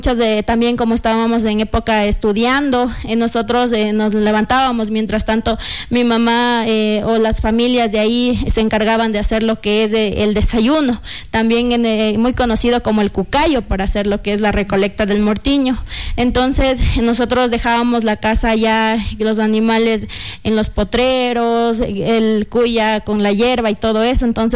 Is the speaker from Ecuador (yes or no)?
yes; Sigchos, Cotopaxi, Ecuador; yo vengo del Cantón Sichos, de la comunidad de Quinticucí, donde nace este gran emprendimiento